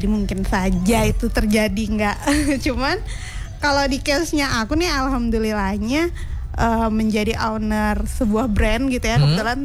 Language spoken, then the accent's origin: Indonesian; Lampung, Indonesia; aku sama kakakku gitu, dalam hal ini yang sama-sama kita anak Lampung Barat